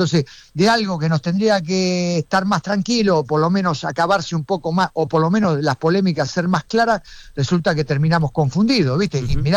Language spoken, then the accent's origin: Spanish; Argentina; yo como argentino desearía que Argentina siga estando.